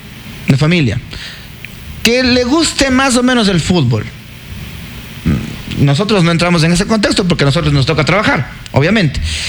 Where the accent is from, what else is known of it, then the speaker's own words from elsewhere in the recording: Ambato, Tungurahua, Ecuador; Nosotros, los de Ambato